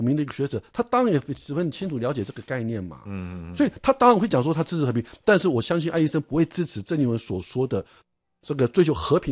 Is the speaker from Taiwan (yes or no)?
yes; Taiwan; 一旦中国打我们台湾的时候